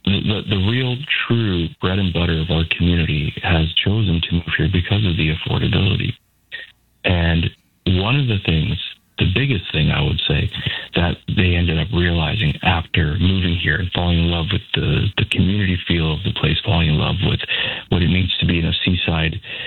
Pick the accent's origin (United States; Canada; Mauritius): Canada; Victoria, British Columbia; I grew up in the city. I grew up in Victoria. And for a little while, we lived in Esquimalt.